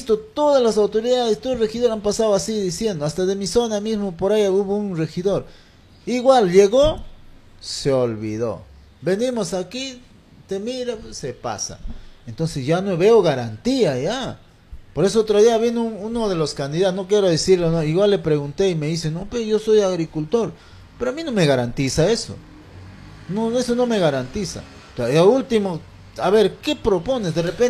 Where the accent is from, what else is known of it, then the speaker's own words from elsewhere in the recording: Peru; also born or lived in Jauja; yo no soy neto de acá, no, pero yo soy residente de Jauja, pero he crecido aquí desde la edad de 4 años, 1978, y llegado yo en donde era selva, allá en mi centro poblado, Unión Autique.